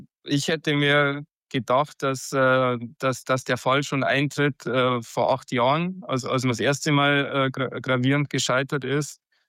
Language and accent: German; Germany; als Deutscher